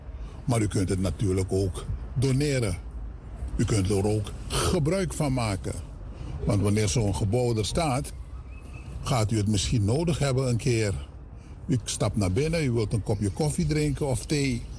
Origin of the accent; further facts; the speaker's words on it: Suriname; Maar die uitdaging moeten wij als Surinamers aanvaarden.